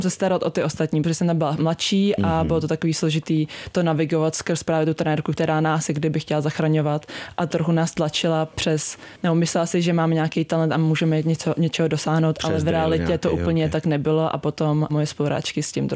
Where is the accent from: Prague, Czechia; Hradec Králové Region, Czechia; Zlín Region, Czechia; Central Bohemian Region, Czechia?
Prague, Czechia; Jsem z Prahy, takže v Praze.